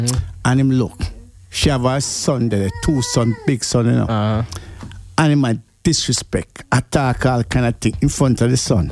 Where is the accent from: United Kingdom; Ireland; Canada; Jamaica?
Jamaica; now in United States; I grew up in Jamaica.